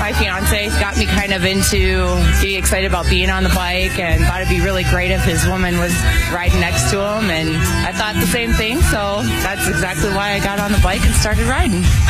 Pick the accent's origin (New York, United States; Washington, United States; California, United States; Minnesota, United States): Minnesota, United States; Minneapolis; I'm from Minneapolis, Minnesota.